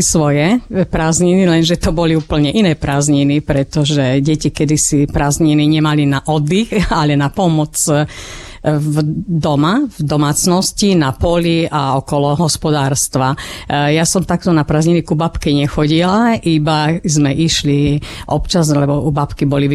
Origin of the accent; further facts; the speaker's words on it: Zemplín, Slovakia; ako u nás na Zemplíne hovoríme, až do škomiatka.